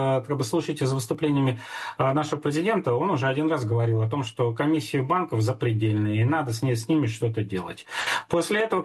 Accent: Moscow, Russia; как коренной москвич.

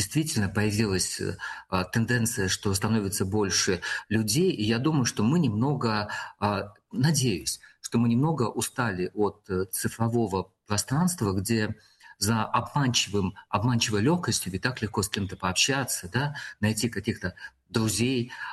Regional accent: Moscow, Russia; Ну, видно, что вот мы люди приезжие». Мы говорим: «Вы знаете, мы из Москвы, будем создавать у вас современную библиотеку».

